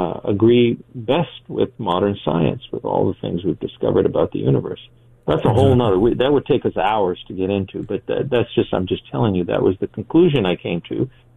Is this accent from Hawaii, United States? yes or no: no; Los Angeles, California, United States; You know, I grew up in East L.A. listening about the Bible this, Bible that.